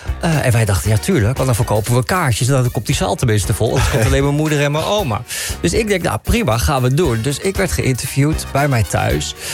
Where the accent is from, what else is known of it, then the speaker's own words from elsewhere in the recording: Hengelo, Overijssel, Netherlands; now in Amsterdam, Netherlands; in Hengelo, waar ik opgegroeid ben, dat toen ik in Amsterdam kwam wonen